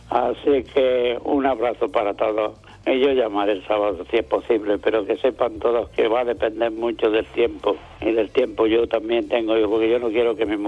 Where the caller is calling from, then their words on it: Almuñécar, Andalusia, Spain; de Almuñécar, el gerente de esta gran peña, el aguacate